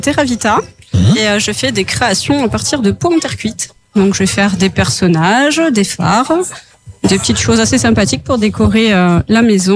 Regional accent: Magnan, Occitanie, France; Alors, je suis de Magnan, moi.

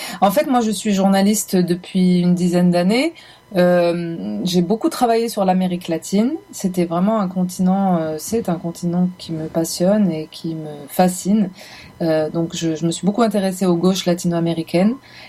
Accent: Algeria; j'ai grandi en Algérie. Je suis née et j'ai grandi en Algérie, dans l'Algérie postcoloniale.

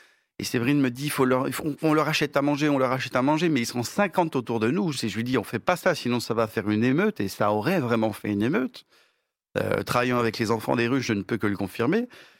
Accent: Madagascar; moved away as an adult; now in France; Moi, j'étais rentré de Madagascar pour faire mes études supérieures et puis comme beaucoup, après on construit notre vie ici, quoi.

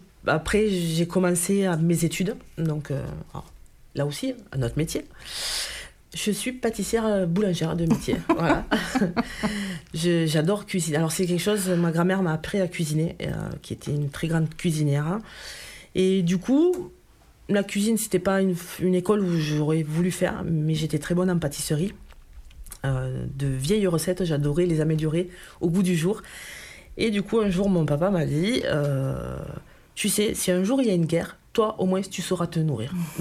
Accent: Occitanie, France; Moi je suis, alors je suis née dans l'Ariège, tout petit village où, voilà, dans l'école, on était 12 enfants.

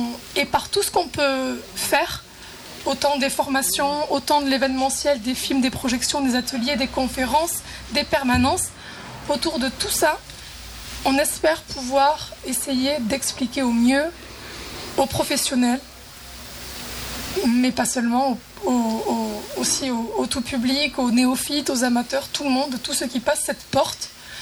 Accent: Luz-Saint-Sauveur, Occitanie, France; je suis originaire de Lucin-Sauveur et que j'ai vécu 10 ans dans les Alpes.

